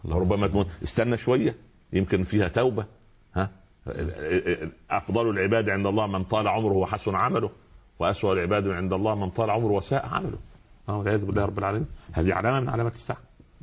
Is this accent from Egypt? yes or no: yes; Egypt